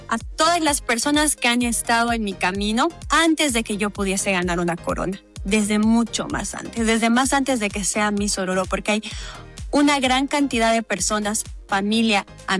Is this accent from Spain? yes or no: no; Bolivia; creo que esos somos los bolivianos